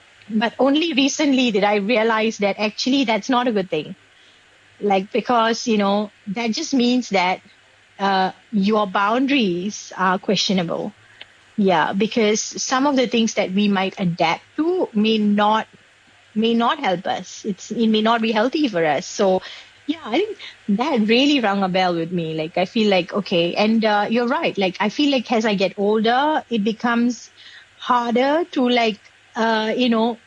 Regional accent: Singapore; I grew up in Singapore, and you know, we Singaporeans struggle with tradition and progression and modernity.

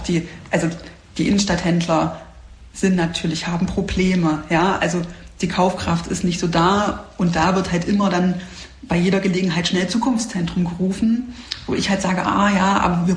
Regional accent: Halle, Saxony-Anhalt, Germany; Die Sache mit den Hotels ist auch wieder was, was man als Hallenser ja gar nicht so mitbekommt

